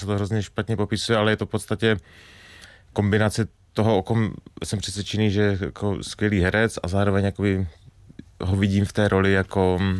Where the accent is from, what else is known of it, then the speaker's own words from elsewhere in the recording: Strážnice, South Moravian Region, Czechia; Ten zmiňovaný třeba Lukáš Příkazský, tak ten je taky ze Strážnice, odkud pocházím, takže vlastně jsme už spolu v dětství nebo v dospívání natáčeli nějaké krátké filmy